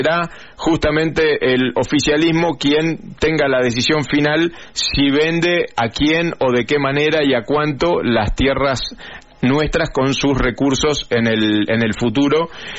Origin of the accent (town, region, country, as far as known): Argentina